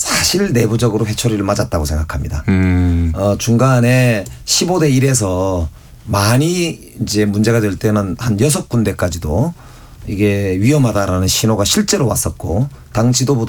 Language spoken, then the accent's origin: Korean; Busan, South Korea; 저도 고향이 부산이지만